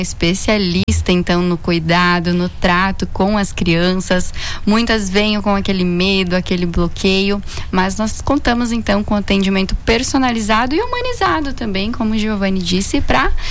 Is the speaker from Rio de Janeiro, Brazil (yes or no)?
no; São Miguel do Oeste, Santa Catarina, Brazil; now in Blumenau, Brazil; Nós somos do Oeste de Santa Catarina.